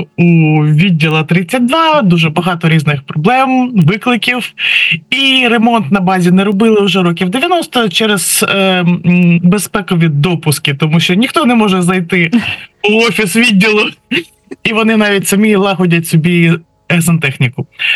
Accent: Cherkasy, Cherkasy Oblast, Ukraine; я сама з Черкас родом

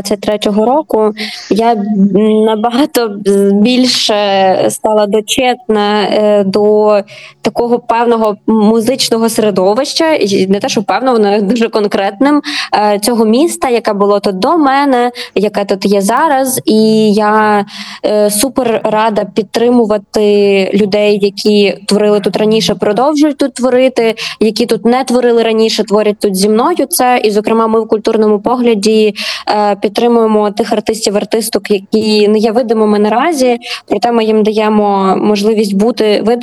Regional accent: Mykolaiv, Mykolaiv Oblast, Ukraine; also born or lived in Lviv; now in Kharkiv, Ukraine; Я сама з Миколаєва, півтора роки я жила у Львові і після того переїхала до Харкова.

